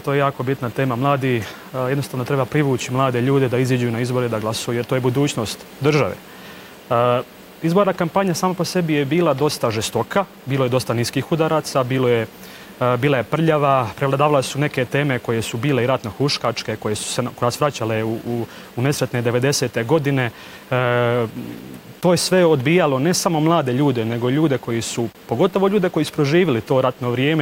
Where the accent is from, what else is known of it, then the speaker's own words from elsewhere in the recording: Posušje, Federation of Bosnia and Herzegovina, Bosnia & Herzegovina; Ja dolazim iz Posušija